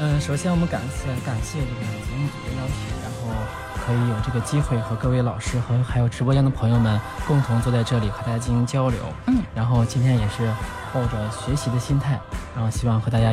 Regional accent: Linfen, Shanxi, China; 因为我是临汾人，就是我的根儿在这儿，然后从小在这儿长大

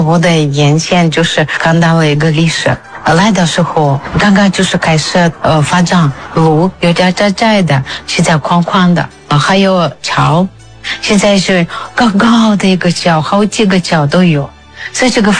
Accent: Novosibirsk, Novosibirsk Oblast, Russia; Chinese is a second language; now in Karamay, China; 那我是俄罗斯人，我来自新西伯利亚。

